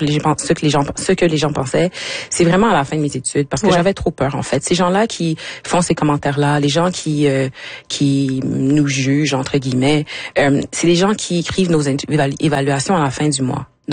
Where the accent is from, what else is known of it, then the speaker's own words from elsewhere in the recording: Quebec, Canada; moved away; Je suis partie du Québec, ça fait comme 7 ans.